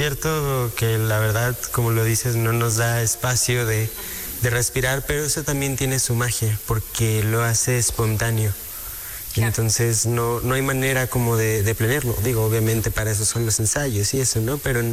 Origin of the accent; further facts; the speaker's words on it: Mexico; puedo decir con mucho orgullo que soy mexicano